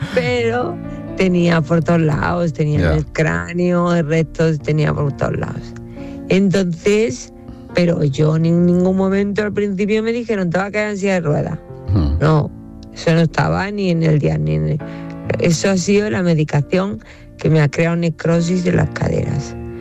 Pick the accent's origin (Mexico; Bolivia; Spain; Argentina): Spain; Digo, no, pues soy española.